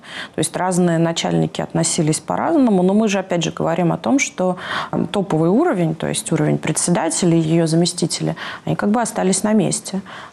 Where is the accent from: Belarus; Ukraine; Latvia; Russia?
Ukraine; В моем свидетельстве о рождении написано, что я украинка, потому что я вообще из советской семьи